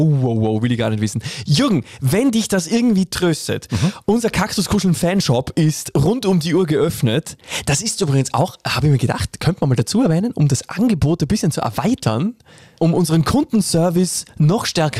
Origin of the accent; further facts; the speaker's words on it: Dornbirn, Vorarlberg, Austria; born there; Geboren 1970 in Dornbirn.